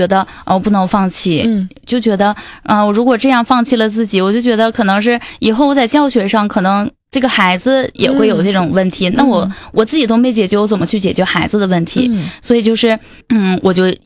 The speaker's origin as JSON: {"language": "Chinese", "region": "Northeast China", "country": "China", "said": "因为我们就是东北这边的学生"}